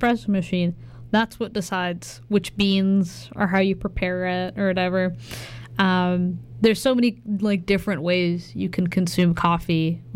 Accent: Burnaby, British Columbia, Canada; also born or lived in Ethiopia; Yeah, I grew up in Burnaby

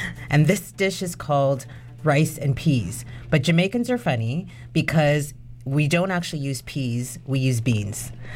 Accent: Canada; born there; I was born in Canada

